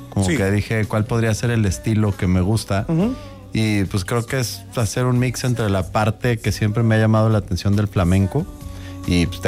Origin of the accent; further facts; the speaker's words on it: Mexico; born there; Soy mexicano, nací aquí.